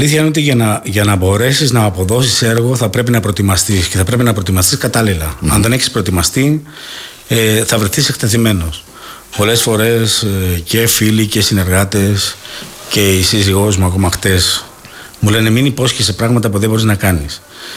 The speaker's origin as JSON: {"language": "Greek", "town": "Kalythies", "region": "South Aegean", "country": "Greece", "said": "ο τόπος μου είναι ένας απαιτητικός τόπος. Βλέπω και τους συμπολίτες μου να είναι πάρα πολύ απαιτητικοί. Κάνω βόλτες και σε άλλα χωριά. Μπορώ να σας πω ότι οι Καλυθιές βρίσκονται σε πάρα πολύ υψηλό επίπεδο όσον αφορά την αισθητική του τοπίου."}